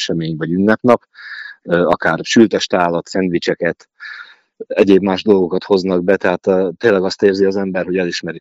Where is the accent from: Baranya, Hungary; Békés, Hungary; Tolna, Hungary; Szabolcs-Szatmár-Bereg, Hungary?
Békés, Hungary; Gyomaendrőd; now in Békésszentandrás, Hungary; Nagyon szerettem Gyomendrődön is, hiszen én ott nőttem föl, tehát én 26 és fél évet ott Gyomendrődön dolgoztam, vonultam.